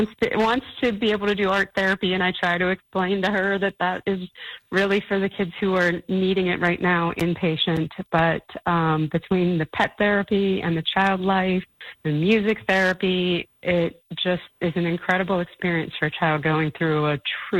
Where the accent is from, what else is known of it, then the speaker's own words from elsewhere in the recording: Erie, Pennsylvania, United States; I'm from Erie.